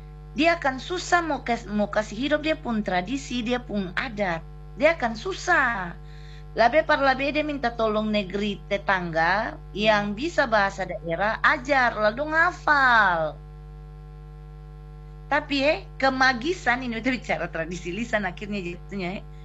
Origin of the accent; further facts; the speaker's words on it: Ambon, Maluku, Indonesia; first language Ambonese Malay; beta mau bilang beta orang Ambon, beta cuma tahu Melayu Ambon. Sebenarnya beta malu, karena beta sempung bahasa daerah, bukan sempung, beta sen tahu.